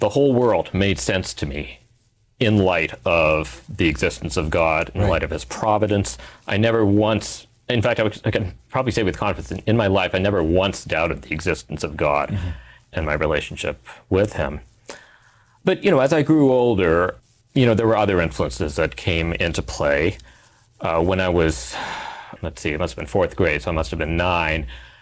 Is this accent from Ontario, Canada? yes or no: no; Vancouver, British Columbia, Canada; Well, I grew up in Vancouver in Canada, and both my parents were Muslim in their background, although they came from rather different places